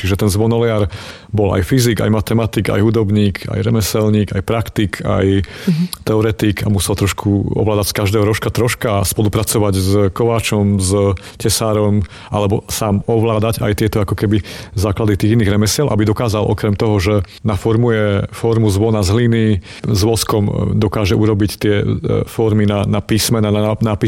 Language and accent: Slovak; Košice, Košice Region, Slovakia; Ja som mal to šťastie ako Košičan, že som vtedy končil vysokú školu v Trnave, univerzitu na histórii